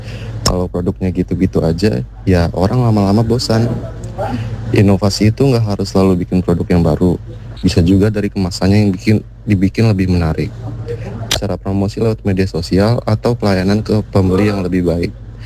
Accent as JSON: {"language": "Indonesian", "region": "Lampung", "country": "Indonesia", "said": "saya dari Teluk."}